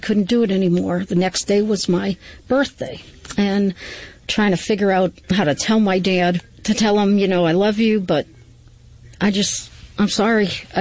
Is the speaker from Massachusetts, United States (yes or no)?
yes; Worcester, Massachusetts, United States; I am originally from Worcester, Massachusetts. My dad was a typical Massachusetts Irishman.